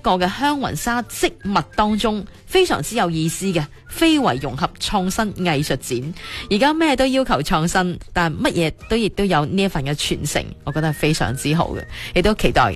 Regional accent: Foshan, Guangdong, China; 包括我哋作为佛山人

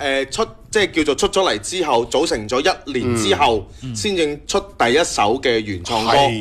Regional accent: Guangdong, China; 我哋廣東人好講意頭噶嘛。

